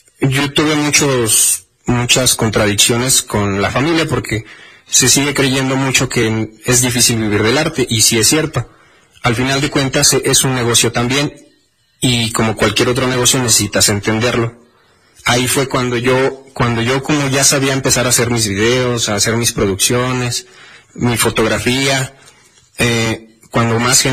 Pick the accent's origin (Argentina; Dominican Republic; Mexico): Mexico; Libres, Puebla; Yo en lo personal, como crecí en Libres, me gusta el clima de acá. Yo no aguanto ni mucho calor ni tantísimo frío. Yo creo que el Libre es muy bonito para vivir, es muy intermedio en el clima.